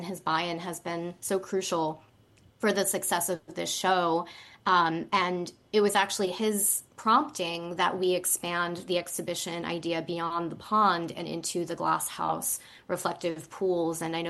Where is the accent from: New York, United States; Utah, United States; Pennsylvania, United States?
New York, United States; Staten Island; I've been at Snug Harbor for 11 years and I'm from Staten Island.